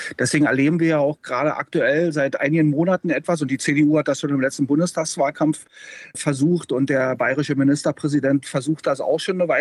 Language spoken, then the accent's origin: German; Berlin, Germany; ich bin Ostdeutscher, ja, ich bin Ostberliner. Man hört mir das vielleicht sogar auch an, obwohl ich übrigens seit 16 Jahren einen Zweitwohnsitz in Oberfranken habe.